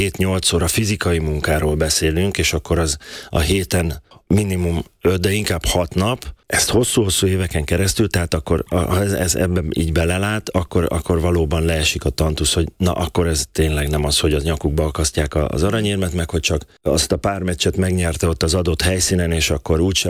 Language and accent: Hungarian; Szeged, Csongrád-Csanád, Hungary; Igen, én Törzsgyökeres szegedi vagyok, még most is szegedi, vagy mindig is szegedinek fogom magam vallani. Ott van az alma máterem, ott jártam ki az iskoláimat, gimnáziumig.